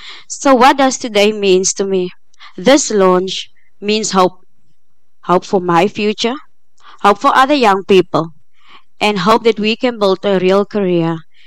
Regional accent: Schoemanshoek, Western Cape, South Africa; I'm from Schoemanshoek.

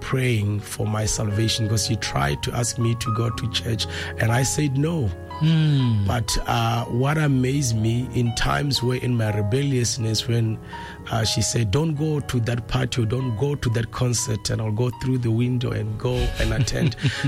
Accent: Letlhakane, Central District, Botswana; moved away as an adult; also born or lived in Orapa / Malaysia; But I grew up in Letlhakane, La Orapa. And my mother was part of the Assemblies of God Church.

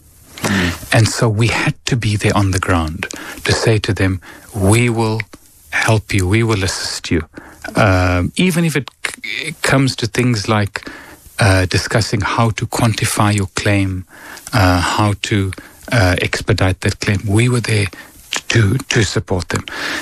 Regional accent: South Africa; being a South African businessman or a South African leader, leadership is difficult generally.

